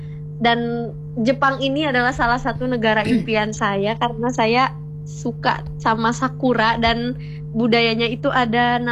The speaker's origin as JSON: {"language": "Indonesian", "area": "Sumur Tilu, Sukabumi", "region": "West Java", "country": "Indonesia", "tie": "born or raised there", "moved": "yes", "said": "suasana kampung saya Sumur Tilu"}